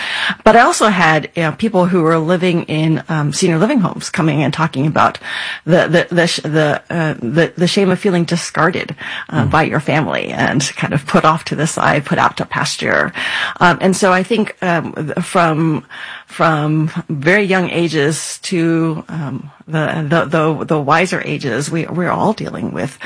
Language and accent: English; Texas, United States; Yeah, so I'm born and raised in Texas. You can tell by nothing, right? You can tell only because I tell that to you. So my parents immigrated from Taiwan.